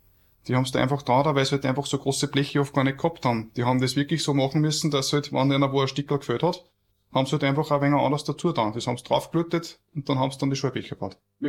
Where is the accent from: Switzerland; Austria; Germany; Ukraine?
Austria; Das ist ganz, ganz was Traditionelles bei uns in Österreich einfach auch